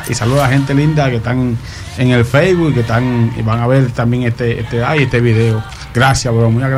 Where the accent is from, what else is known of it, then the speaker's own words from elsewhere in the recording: La Romana, Dominican Republic; born there; Nací en esta preciosa Romana